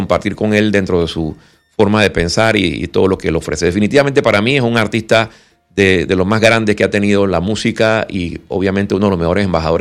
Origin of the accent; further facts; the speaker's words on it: Panama; que retrata a mucho de lo que somos los panameños y mucho de lo que hay también en nuestra cultura latinoamericana.